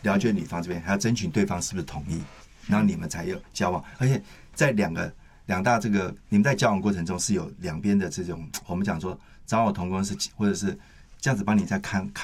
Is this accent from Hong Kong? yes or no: no; Taiwan; 因为眷村长大